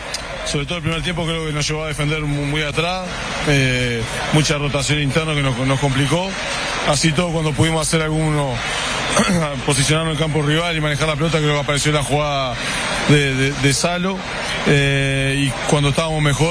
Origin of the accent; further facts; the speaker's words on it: Uruguay; Y nosotros también, pues somos uruguayos y pensamos que siempre podemos.